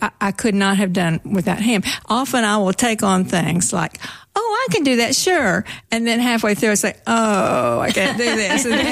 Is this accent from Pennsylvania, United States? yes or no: no; Texas, United States; moved away; I grew up in Texas